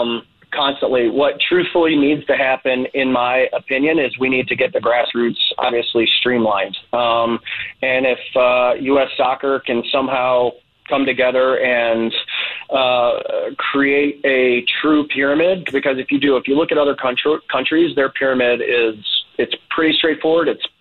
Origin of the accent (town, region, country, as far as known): United States